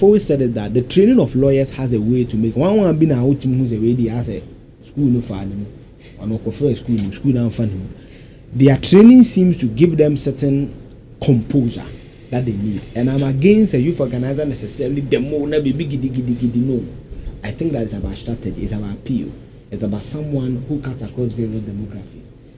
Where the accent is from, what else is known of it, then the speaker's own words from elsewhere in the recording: Koforidua, Eastern Region, Ghana; I grew up in Koforidua.